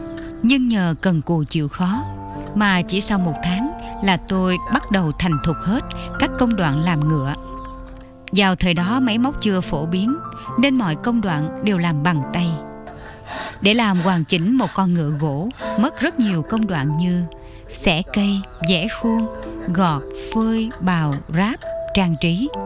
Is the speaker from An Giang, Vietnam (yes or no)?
yes; An Giang, Vietnam; Tôi được sinh ra ở vùng Chợ Mới, An Giang.